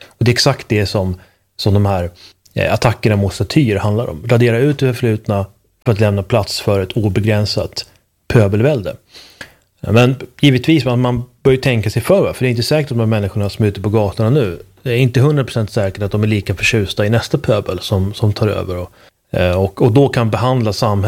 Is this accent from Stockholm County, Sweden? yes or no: no; Uppsala, Uppsala County, Sweden; när man är född och uppvuxen i Uppsala